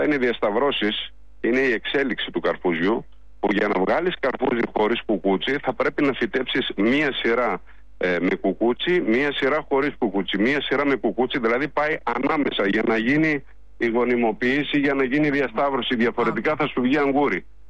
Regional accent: Nea Agioneri, Central Macedonia, Greece; Η γιορτή αυτή γίνεται στο χωριό μου, το νέο Αγιονέρι Κυλικής, που βρίσκεται 30 χιλιόμετρα δυτικά της Θεσσαλονίκης. Είμαστε Καπαδόκες και είμαστε εδώ και 100 χρόνια φυτεύουμε καρπούζια.

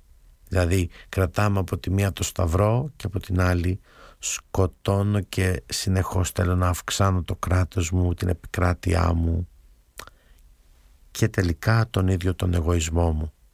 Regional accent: Greece; λέμε και εμείς ως Έλληνες

